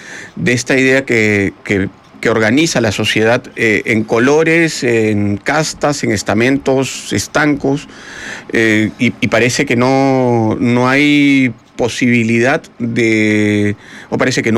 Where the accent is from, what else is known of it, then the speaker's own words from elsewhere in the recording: Lima, Peru; Yo no nací pobre, no provengo de regiones. Yo nací en Lima. Mis padres me pagaron un colegio particular. Después estudié en la Universidad Católica. Tengo privilegios.